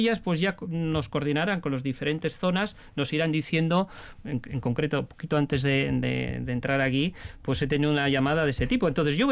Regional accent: Miñano, Basque Country, Spain; Y bueno, pues de la zona de mi pueblo, de Miñano, Retana, todo eso también se está.

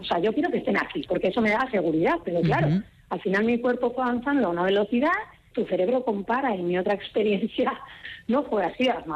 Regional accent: Errenteria, Basque Country, Spain; sí, yo soy de Rentería, y coincidió

